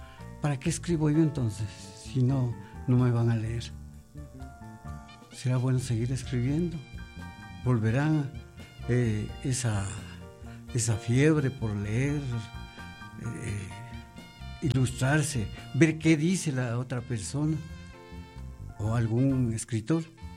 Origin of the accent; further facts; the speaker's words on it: Quito, Pichincha, Ecuador; nací y viví en San Marcos.